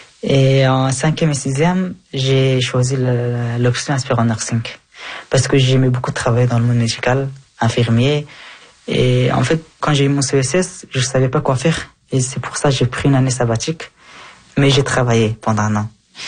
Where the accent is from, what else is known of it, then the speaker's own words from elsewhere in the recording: Afghanistan; now in Belgium; Oui, oui, j'ai eu ma nationalité depuis l'année passée. Je ne suis plus afghan maintenant, je suis Belge.